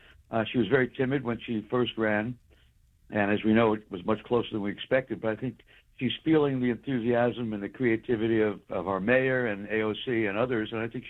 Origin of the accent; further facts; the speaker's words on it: New York City, New York, United States; now in Yonkers, United States; I just live a stone's throw north of Riverdale, but I'm a New Yorker. I just sleep up in Yonkers.